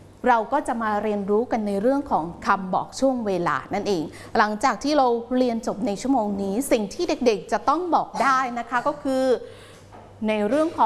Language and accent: Thai; Isan, Thailand; วัยเด็กๆนั้น … อยู่ที่ภาคอีสาน